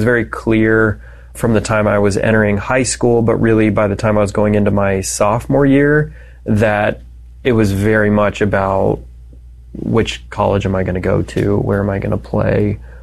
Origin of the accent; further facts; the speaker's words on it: Denver, Colorado, United States; I'm from Denver, Colorado.